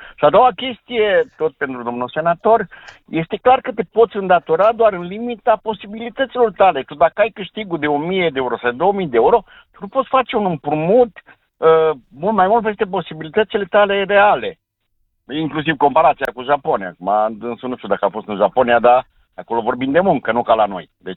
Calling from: Bihor County, Romania; sunt din Balcbihor.

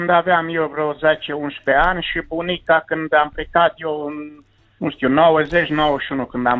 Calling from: Câmpia Turzii, Cluj County, Romania; și vă sunt din Câmpia Turzii.

